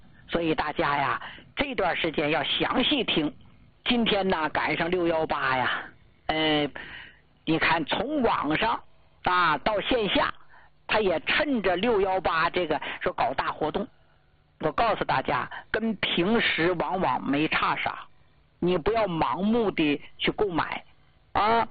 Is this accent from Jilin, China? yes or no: yes; Jilin, China; 我是啊土生土长的咱们吉林老家出来的孩子，农村人